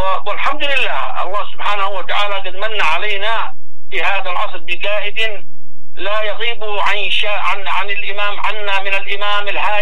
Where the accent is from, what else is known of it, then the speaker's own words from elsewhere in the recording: Yemen; نحن أبناء اليمن الميمون